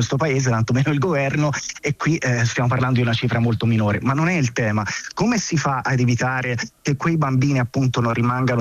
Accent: Prato, Tuscany, Italy; now in Rome, Italy; io sono originario di Prato

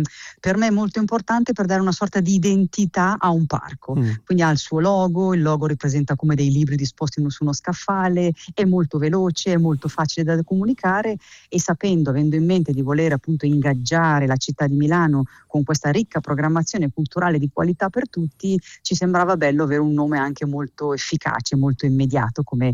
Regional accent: France; Italian is a second language; Sono francese.

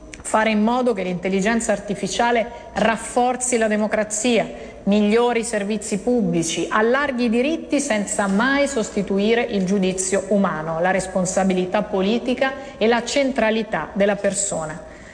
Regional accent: Umbria, Italy; In Umbria, la mia regione, più nello specifico a Perugia

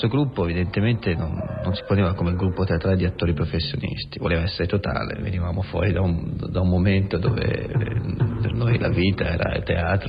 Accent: Tuscany, Italy; forse un po' perché siamo toscani

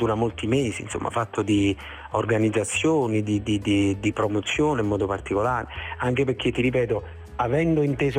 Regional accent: Campania, Italy; born there; Io sicuramente sono nato in un posto meraviglioso che è, insomma, è la Campania, no?

